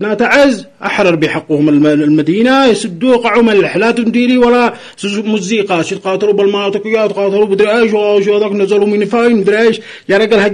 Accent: Yemen; نحن مجتمع يمني متماسك، ثقافة واحدة، دين واحد، أخلاق واحدة، عادة وتقاليد كل نفس الشيء

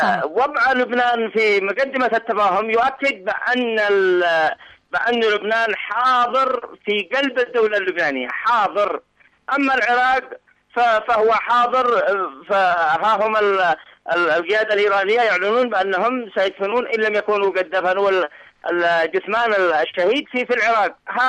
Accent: Yemen; كيمنيين كعرب كمسلمين

